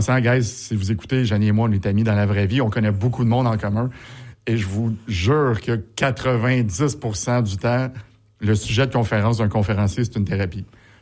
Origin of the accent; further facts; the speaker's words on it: Verdun, Quebec, Canada; born there; also born or lived in Cornwall / Laval; On était en Ontario, Cornwall, je suis né à Verdun, on était à Laval, on s'est promené pas mal.